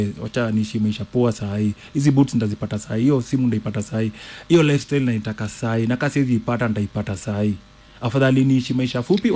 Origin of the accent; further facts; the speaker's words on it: Nairobi, Kenya; Nimezaliwa Madare.